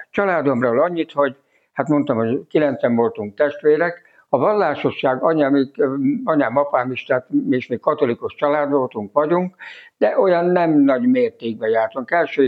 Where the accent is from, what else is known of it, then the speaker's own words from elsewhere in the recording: Törtel, Pest, Hungary; moved away; also born or lived in Marcali; Cegléd mellett 10 kilométerre lévő kis faluban Törtelen születtem, ott is még Tanyán, bábasszonynál, és 9-en voltunk testvérek. Petróleum lámpánál nőttem fel